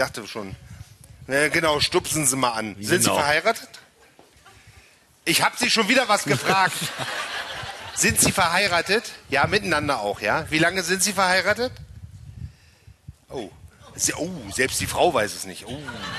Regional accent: Magdeburg, Saxony-Anhalt, Germany; Fallen mir als Magdeburger ein paar Brücken ein, nicht?

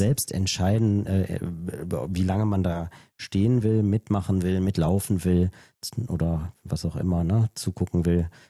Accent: Trier, Rhineland-Palatinate, Germany; Ja, Maurice, weil das meine Heimatstadt ist.

